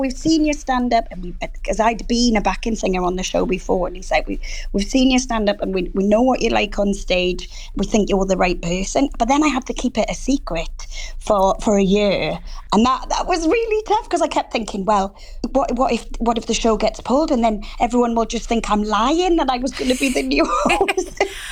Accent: Wales, United Kingdom; moved away as an adult; now in North East England; Sort of growing up in South Wales

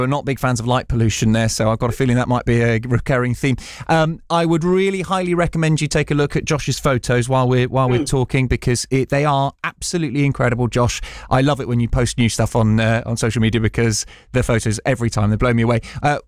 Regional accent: South West England, United Kingdom; I'm from the other end of the country, so I'm from Somerset. So there are similarities there. I need to visit the Norfolk Broads to take a look because I'm from the area of the Somerset Levels and Moors, right on the edge of the Mendips

